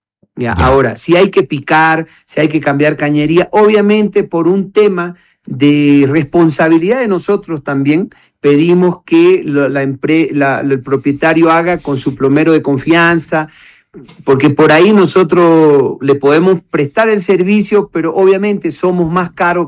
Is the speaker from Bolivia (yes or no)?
yes; Oriente, Bolivia; now in El Alto, Bolivia; Yo que vengo del Oriente